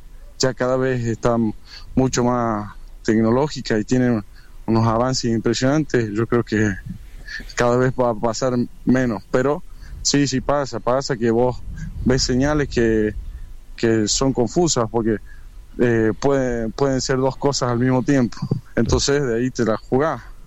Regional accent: Argentina; Yo quiero trabajar en mi país, es lo que quiero.

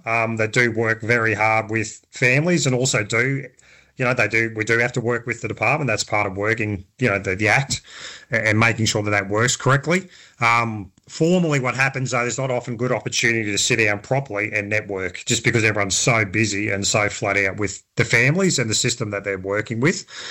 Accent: Hervey Bay, Queensland, Australia; also born or lived in Eidsvold; I was born in Idesvold, but we consider Harvey Bay home. That's where the family ended up settling way back in the 1920s, I think it was.

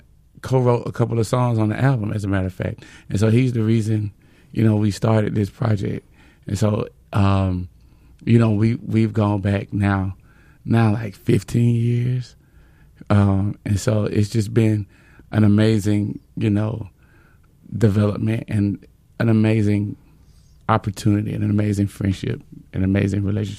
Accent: West Point, Georgia, United States; I'm from West Point, Georgia, and I grew up at Bethlehem Baptist Church, and I played piano there. I started at about 7.

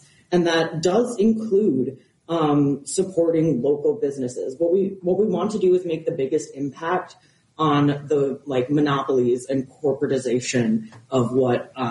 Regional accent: Wisconsin, United States; I grew up in Wisconsin.

